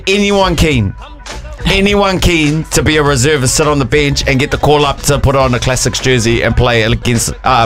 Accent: New Zealand; I'm from Aotearoa

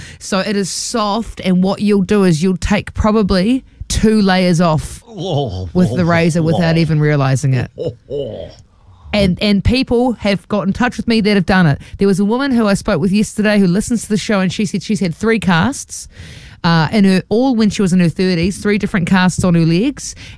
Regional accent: Dargaville, Northland, New Zealand; No way, there'll be kumaras. I'm from Dargaville.

